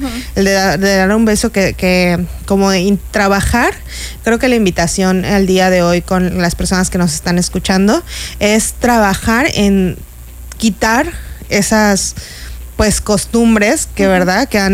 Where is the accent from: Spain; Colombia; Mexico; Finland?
Mexico; como los mexicanos somos como tan apapachadores, tan, tan cálidos